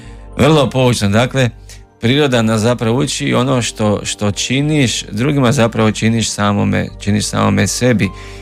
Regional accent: Babska, Vukovar-Srijem County, Croatia; moved away; rodom sam iz mjesta Babska gdje rad odlazim, gdje žive i moji.

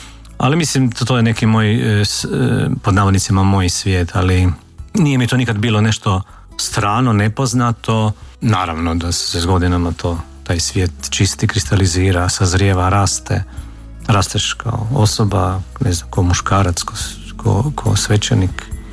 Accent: Hodošan, Međimurje County, Croatia; Ja sam odrastao u Međimurju, u Župi Svete Juraj u Trnju, jednom malom mjestu Hodošan, koji je filijala te župe.

